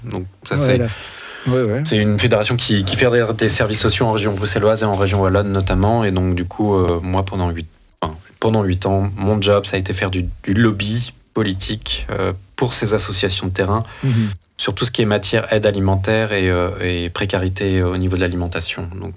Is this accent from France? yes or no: yes; France; moved away as an adult; now in Brussels, Belgium; Moi, je suis français. Mais voilà, j'ai emménagé ici en 2016.